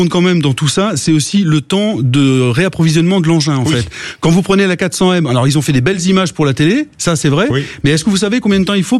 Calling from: Bourgogne-Franche-Comté, France; Moi, je viens du Morvan.

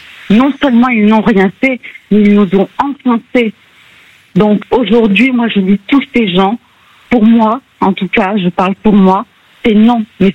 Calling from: Bourgogne-Franche-Comté, France; je suis issue de Bourgogne

